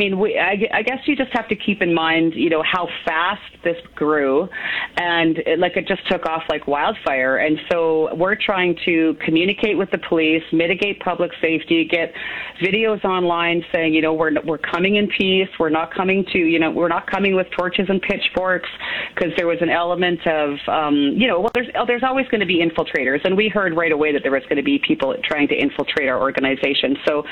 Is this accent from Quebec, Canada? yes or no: no; Saskatchewan, Canada; Chris and I were both born and raised in Saskatchewan